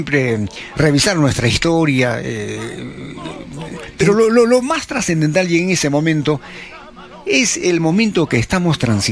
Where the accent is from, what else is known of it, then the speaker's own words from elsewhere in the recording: Arequipa, Peru; born there; Esta Arequipa es de todos los que hemos nacido en Arequipa